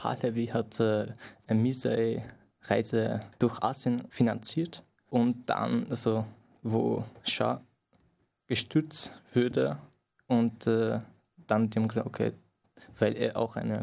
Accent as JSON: {"language": "German", "country": "Afghanistan", "also_born_or_lived": "Iran", "moved": "yes", "lives_now": "Austria", "said": "Da, wenn ich sage, okay, ich komme ursprünglich aus Afghanistan, ich fühle mich dabei ein bisschen noch so wohl, als ich im Iran"}